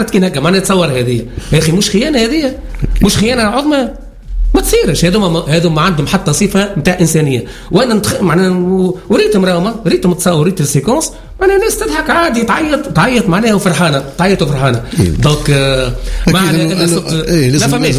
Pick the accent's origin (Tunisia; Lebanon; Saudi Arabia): Tunisia; Sfax, Sfax Governorate; انا كنت الوحيد من صفاقس